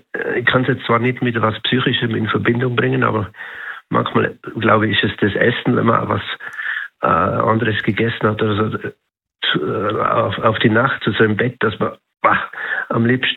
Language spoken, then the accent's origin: German; Tyrol, Austria; Grüß Gott, ja, ich bin aus Tirol hier